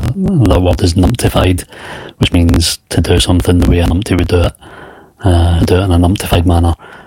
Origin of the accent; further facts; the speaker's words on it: Pyle, Wales, United Kingdom; I'm from Pyle.